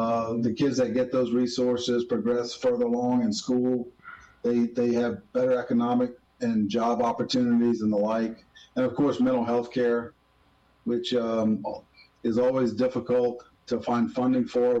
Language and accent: English; Gonzales, United States; I was going to say I grew up in Gonzales, but maybe we already covered that.